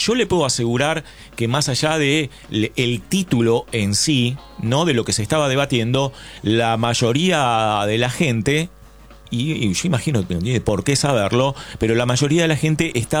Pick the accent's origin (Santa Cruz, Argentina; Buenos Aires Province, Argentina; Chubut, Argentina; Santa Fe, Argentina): Buenos Aires Province, Argentina; San Miguel; Yo soy de San Miguel.